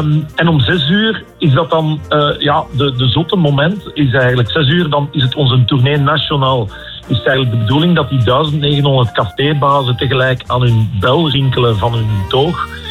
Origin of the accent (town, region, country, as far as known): Flanders, Belgium